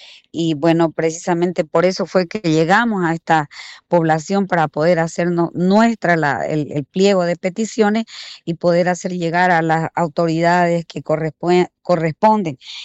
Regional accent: Beni, Bolivia; saludar al pueblo boliviano, a mi pueblo beniano.

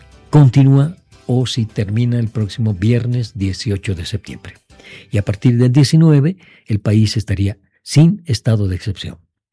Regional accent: Bolivia

